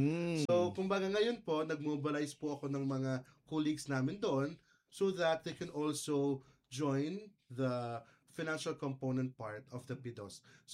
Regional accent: Panaon, Northern Mindanao, Philippines; Originally from Panaon, Misamis Occidental.

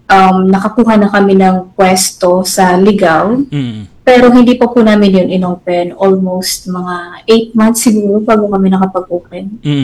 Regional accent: Ligao, Bicol Region, Philippines; sa Ligao, dito sa amin sa Ligao City.

